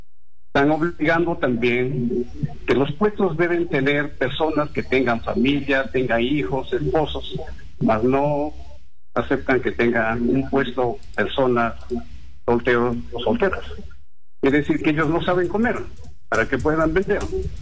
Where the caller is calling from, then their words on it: Namora, Cajamarca, Peru; De acá, de Namora.